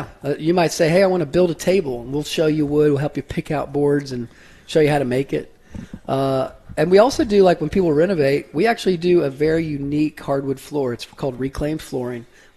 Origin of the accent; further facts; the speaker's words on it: Brentwood, Tennessee, United States; I'm a Nashville native. I live here. I grew up in Brentwood.